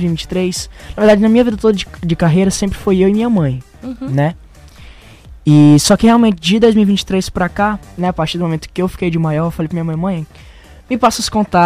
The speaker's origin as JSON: {"language": "Portuguese", "town": "Belo Horizonte", "region": "Minas Gerais", "country": "Brazil", "said": "No lugar onde eu fui criado, né, que eu sou mineiro. Sou mineiro, né, de Belo Horizonte, Minas Gerais, só que eu vim pra cá"}